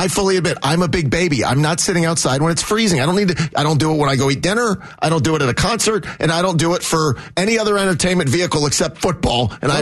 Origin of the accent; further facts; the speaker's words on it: Atlanta, Georgia, United States; I grew up in Atlanta, Georgia. I don't need to sit outside.